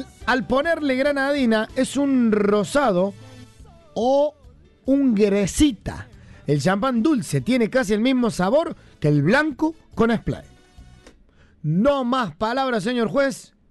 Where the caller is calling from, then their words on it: Arocena, Santa Fe, Argentina; Hola, buenas tardes. Soy de Arocena, Santa Fe. ¿Arocena o Arocena? Arocena debe ser porque tiene una sola R.